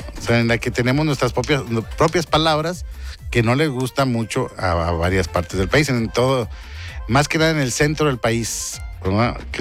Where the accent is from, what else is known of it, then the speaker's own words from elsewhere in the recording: Monterrey, Nuevo León, Mexico; Nosotros somos norestenses. Uh-huh. Somos del noreste del país.